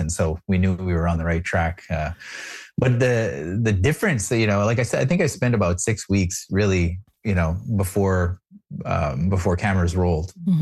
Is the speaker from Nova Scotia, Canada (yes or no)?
no; Toronto, Ontario, Canada; born there; I was born in Toronto, you know, but I grew up in community.